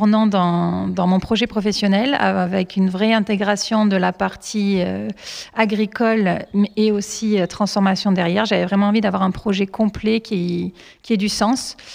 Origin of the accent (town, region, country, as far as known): Montpellier, Occitanie, France; born or raised there